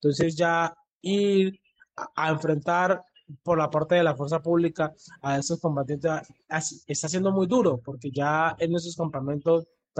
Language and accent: Spanish; Buenaventura, Valle del Cauca, Colombia; Sí, pues yo soy de Buenaventura.